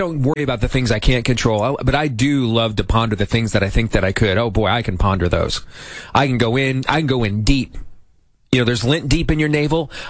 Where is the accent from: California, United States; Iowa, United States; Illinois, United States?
Iowa, United States; the platform I had in my home state of Iowa